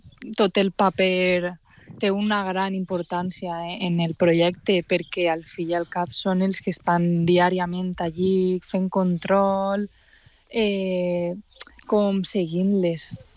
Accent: Valencian Community, Spain; jo que sóc de l'Horta Sud, tinc l'Albufera el més proper, sempre m'he criat ahí.

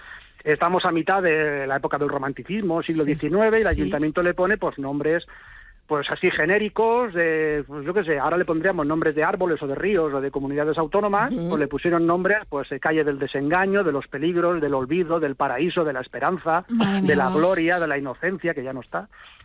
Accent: San Joan d'Alacant, Valencian Community, Spain; Empezó un poco de broma haciendo un libro sobre mi pueblo, San Joan d'Alacant, que lo publicó el ayuntamiento

